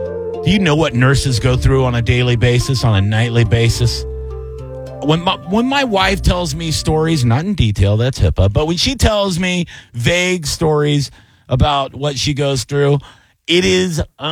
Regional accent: Austin, Texas, United States; I'm from Austin.

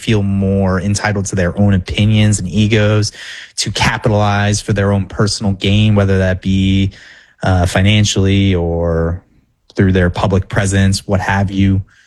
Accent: New York, United States; now in Florida, United States; Both me and Derek are originally from New York. I grew up in New York, moved down to Florida about 10 years ago.

